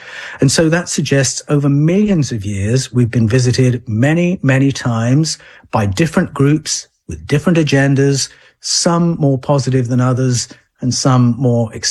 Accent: United Kingdom; So, I mean, I grew up in Britain, and Great Britain had the experience of invading other people's countries

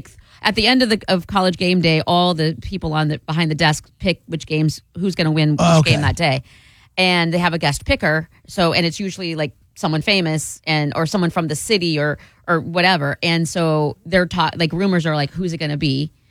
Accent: Iowa City, Iowa, United States; born there; I was born in Iowa City, Iowa. I was literally born across the street from Kinnick and Lake.

